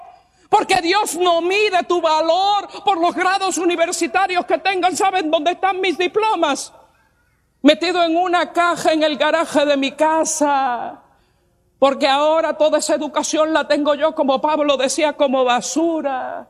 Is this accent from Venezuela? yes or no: no; Puerto Rico; born there; Nací ciudadana americana, nací en Puerto Rico, donde es territorio americano, y tuve que agarrar mis maletas solamente y llegar aquí el día que decidí comprar el tiquete y llegar.